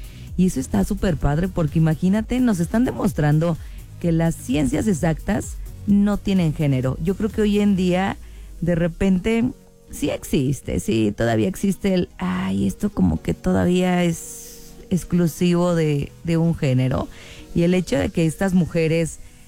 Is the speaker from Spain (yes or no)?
no; Mexico